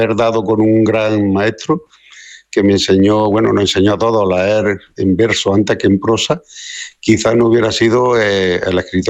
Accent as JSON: {"language": "Spanish", "region": "Andalusia", "country": "Spain", "tie": "born or raised there", "said": "como todos los pueblos andaluces de aquel tiempo, pero también había un matiz, que es que cerca de mi pueblo había un poblado minero, El Soldado, había una gran mina de plomo"}